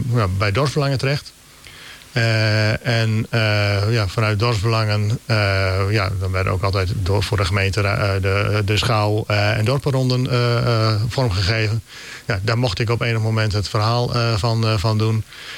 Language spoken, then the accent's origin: Dutch; Groningen, Netherlands; Ik ben een Groninger, Noorderling, kom hier vandaan. Ik heb ook de landbouw in mij, achter mij.